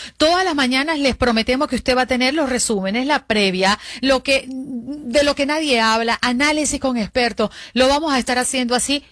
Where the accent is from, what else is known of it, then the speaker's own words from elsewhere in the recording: Venezuela; now in Miami, United States; soy de Venezuela y me encuentro en Miami